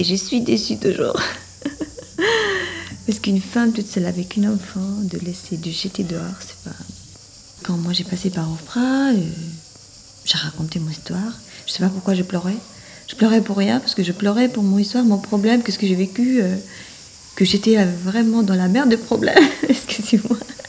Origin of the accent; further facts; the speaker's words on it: Albania; French is a second language; moved away as an adult; now in Besançon, France; Alors, je suis venue d'Albanie, à Besançon.